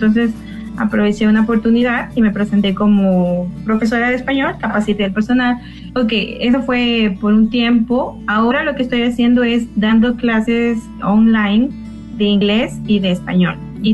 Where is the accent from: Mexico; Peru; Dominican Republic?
Peru; Piura; yo pues soy del norte, de Piura.